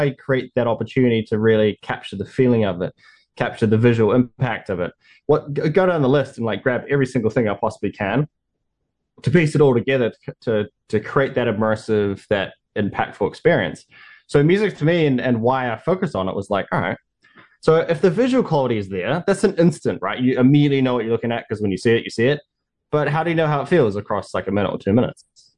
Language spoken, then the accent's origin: English; New Zealand; moved away; growing up in New Zealand, my home